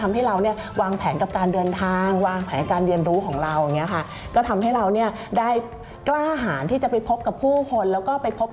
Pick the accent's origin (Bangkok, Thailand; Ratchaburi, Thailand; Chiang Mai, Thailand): Bangkok, Thailand; นะคะเกิดและเติบโตในกรุงเทพเนาะบ้านก็เป็นบ้านตึกแถว